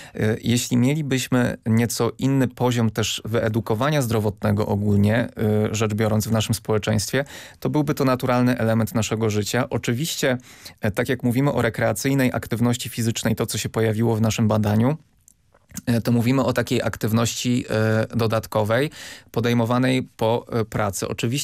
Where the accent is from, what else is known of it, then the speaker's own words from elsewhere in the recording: Lublin Voivodeship, Poland; moved away; Ja pochodzę z niedużego miasta na Lubelszczyźnie